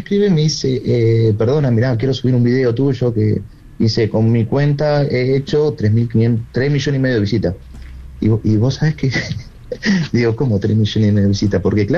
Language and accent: Spanish; Argentina; moved away as an adult; now in Madrid, Spain; soy argentino y he sido mucho tiempo músico en Argentina.